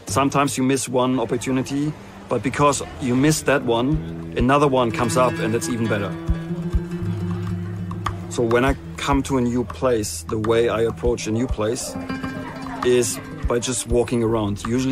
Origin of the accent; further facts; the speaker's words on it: Germany; English is a second language; I'm a photographer from Germany, and I mainly shoot people.